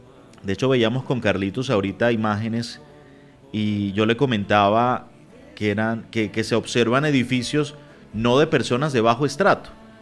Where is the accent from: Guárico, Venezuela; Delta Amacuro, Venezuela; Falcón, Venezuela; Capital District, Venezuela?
Falcón, Venezuela; en los estados Falcón, de donde yo soy, Carabobo, Yaracuy, Aragua, Miranda, Trujillo y Lara.